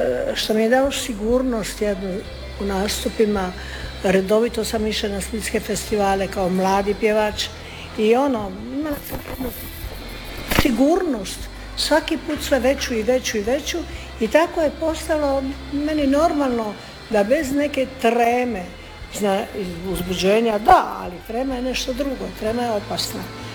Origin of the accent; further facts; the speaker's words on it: Dubrovnik, Dubrovnik-Neretva County, Croatia; Dubrovnik je moj rodni grad, ja nemam tu šta reći, osim da sam mu vjerna do kraja života.